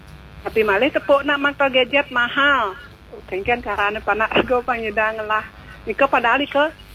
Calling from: Bali, Indonesia; kita orang Bali nggih

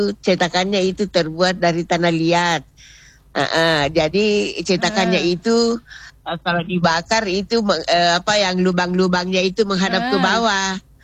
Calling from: Palopo, South Sulawesi, Indonesia; Daerah asal saya itu kan juga dari Palopo itu, Mori.

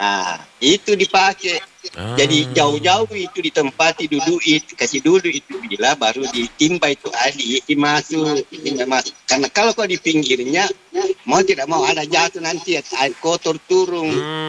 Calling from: Indonesia; dari Rapuk Kalung.

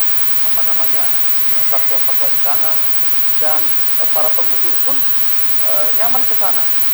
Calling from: Palolo, Sigi, Central Sulawesi, Indonesia; saya mencintai akan daerah saya di Fiji, karena saya orang Fiji, orang Palolo saya.

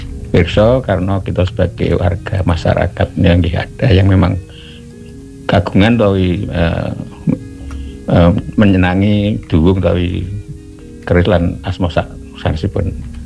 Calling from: Gunung Kidul, Special Region of Yogyakarta, Indonesia; Sugeng dalu pendopo Romo KRT … saking Gunung Kidul

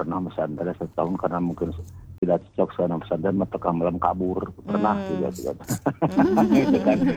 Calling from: Bandung, West Java, Indonesia; Ya, saya dari Bandung Timur ya.

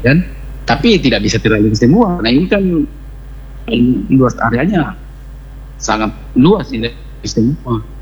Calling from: Pinrang, South Sulawesi, Indonesia; Di Kabupaten Pintrang kalau di daerah saya, Kecamatan Lembang ini termasuk kecamatan yang paling parah ya

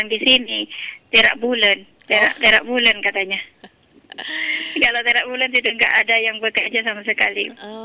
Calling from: Indonesia; di Lekung, Mbak.

